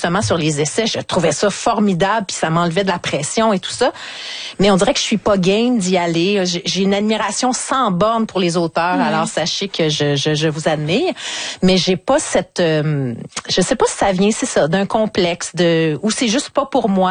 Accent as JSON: {"language": "French", "town": "Charlesbourg", "region": "Quebec", "country": "Canada", "said": "Ouais, moi je viens de la ville de Québec, Charlebourg."}